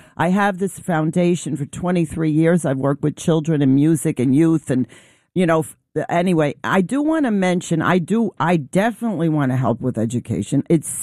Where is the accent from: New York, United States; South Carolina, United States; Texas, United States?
New York, United States; New York City; I love that I was born in Brooklyn.